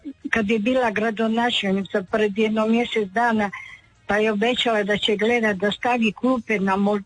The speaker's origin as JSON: {"language": "Croatian", "town": "Rijeka", "region": "Primorje-Gorski Kotar County", "country": "Croatia", "tie": "born or raised there", "said": "ja sam Riječanka, rođena"}